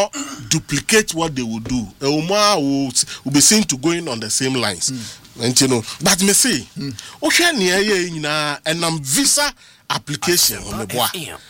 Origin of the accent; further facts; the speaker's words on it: Ghana; but I only rationalize the issue as a Ghanaian